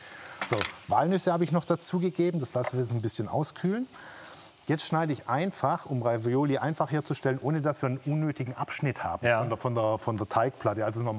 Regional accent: Swabia, Germany; Natürlich, also das ist ja wie bei uns im Schwabenland Maultaschen

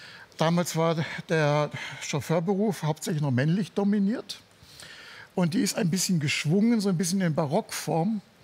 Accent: Ludwigsburg, Baden-Württemberg, Germany; Ja, in Ludwigsburg, das ist meine Heimatstadt.

